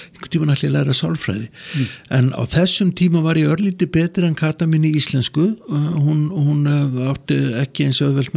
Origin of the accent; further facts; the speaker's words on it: Reykjavík, Capital Region, Iceland; moved away as an adult; also born or lived in Ísafjörður / Akureyri; en ég fættur og uppalinn í Reykjavík og trúalega er ég ef þannig orðið komast uppalinn í Fíladelfíu